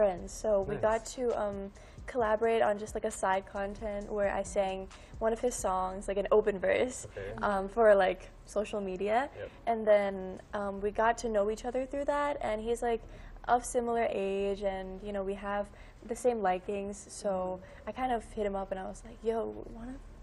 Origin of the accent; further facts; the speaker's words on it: Thailand; English is a second language; I'm an artist from Thailand. This is my first time in the Philippines, my first interview in the Philippines.